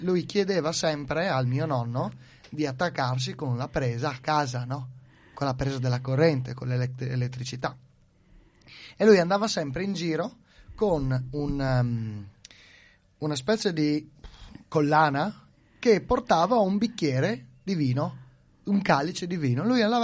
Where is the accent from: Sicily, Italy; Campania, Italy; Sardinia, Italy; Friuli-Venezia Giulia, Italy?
Friuli-Venezia Giulia, Italy; Percoto; nel mio paese, Precoto